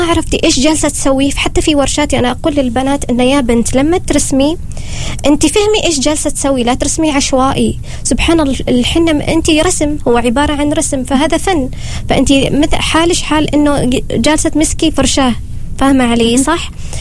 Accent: Oman; خصوصا عندنا في عمان، يعني في عمان عندنا الحنة مرغوب بدرجة كبيرة.

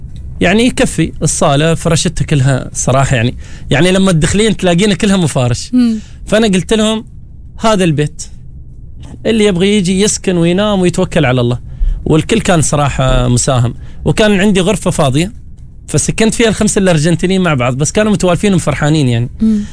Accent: Oman; now in Qatar; إحنا كطبعنا كعمانيين وأنا عشت في قطر،

